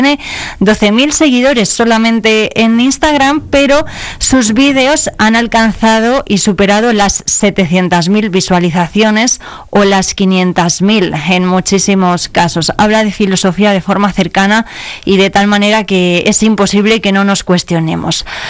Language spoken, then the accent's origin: Spanish; Cevico de la Torre, Castile and León, Spain; pero son de Cevico de la Torre, que es mi pueblo, así que de Cevico vamos a hablar también.